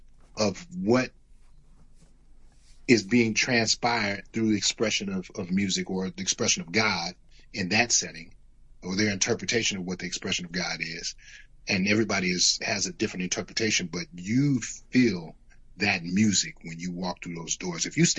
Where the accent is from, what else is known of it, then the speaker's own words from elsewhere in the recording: Richmond, California, United States; I remember being 4 and 5 years old, being where we grew up in Richmond. We wasn't too far from Nickel Park